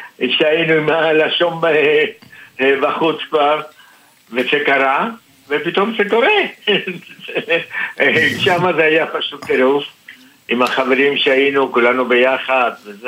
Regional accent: Argentina; אני ארגנטינאי.

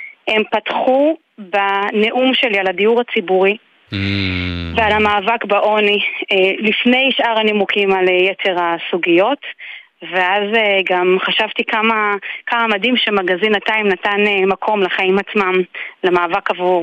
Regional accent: Migdal HaEmek, Northern District, Israel; ומבחינתי גם, אני אגיד רגע ברמה האישית, בכל זאת אני גדלתי במגדל העמק.

